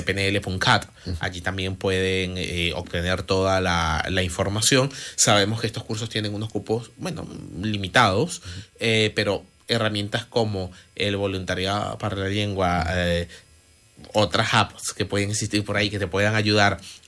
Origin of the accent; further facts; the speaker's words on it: Venezuela; now in Spain; yo soy un venezolano, que un catalán nacido en Venezuela